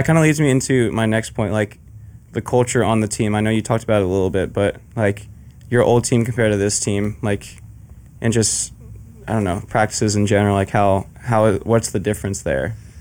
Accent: United States; moved away as an adult; now in California, United States; we're from Florida and North Carolina.

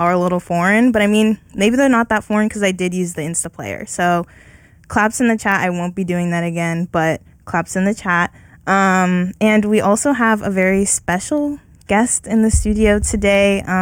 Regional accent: San Diego, California, United States; moved away; first I went back to San Diego, my hometown

